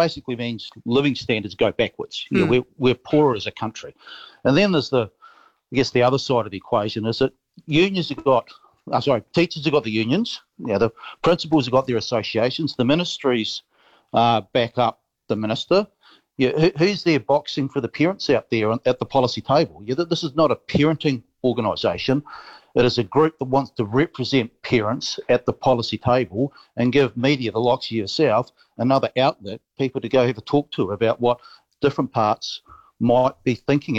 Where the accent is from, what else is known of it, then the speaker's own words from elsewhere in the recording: New Zealand; I'm a New Zealander. I want New Zealand to do well economically and socially.